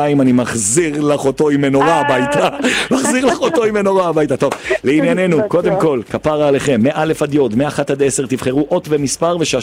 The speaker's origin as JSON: {"language": "Hebrew", "town": "Jerusalem", "region": "Jerusalem District", "country": "Israel", "tie": "born or raised there", "said": "אני גדלתי שם, ליד העין חץ."}